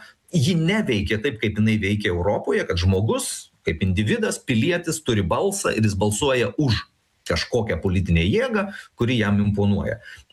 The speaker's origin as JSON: {"language": "Lithuanian", "town": "Pakruojis", "region": "Šiauliai County", "country": "Lithuania"}